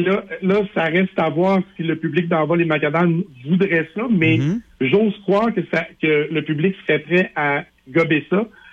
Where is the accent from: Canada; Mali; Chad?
Canada; Quebec City, Quebec; chez nous à Québec